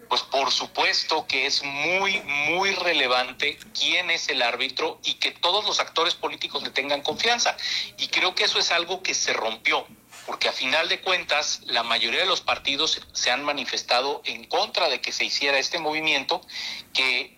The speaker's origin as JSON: {"language": "Spanish", "country": "Mexico", "said": "al igual que todos los mexicanos, estoy muy ilusionado de que podamos tener un mundial histórico."}